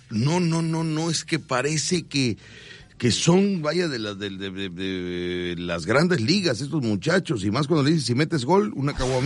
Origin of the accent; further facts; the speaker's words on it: Mexico; somos mexicanos